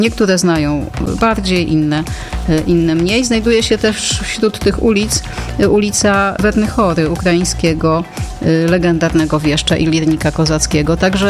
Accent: Przemyśl, Subcarpathian Voivodeship, Poland; born there; Jestem Przemyślanką zresztą z urodzenia.

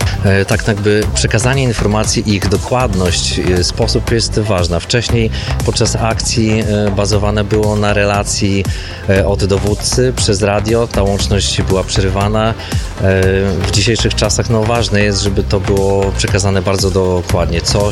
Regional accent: Suwałki, Podlaskie Voivodeship, Poland; My jesteśmy z Suwałk

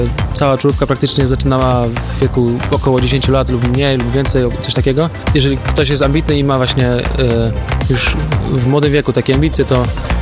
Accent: Opole Voivodeship, Poland; Ja z Opolszczyzny znam może kilku takich speedcuberów

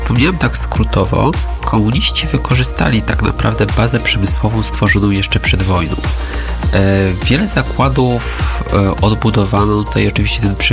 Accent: Rzeszów, Subcarpathian Voivodeship, Poland; tutaj akurat ja jestem z Rzeszowa i te opowieści rodzinne o tym dawnym WSK, o tych zakładach lotniczych dzisiaj już w prywatnych rękach

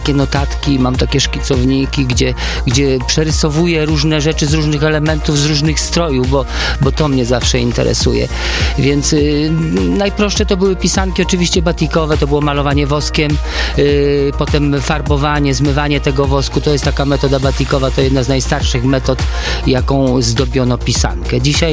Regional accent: Lower Silesian Voivodeship, Poland; born there

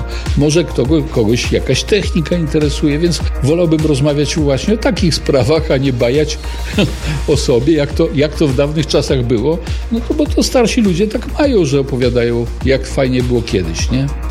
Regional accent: Biała Podlaska, Lublin Voivodeship, Poland; znalazł, że my z Białej Podlaskiej, ze mną się skontaktował, że będzie w Białej i chciałby się spotkać z krótkofalowcami.

